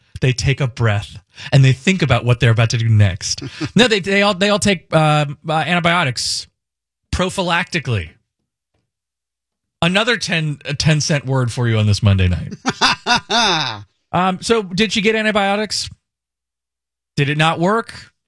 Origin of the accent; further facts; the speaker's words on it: Indianapolis, Indiana, United States; moved away; my hometown of Indianapolis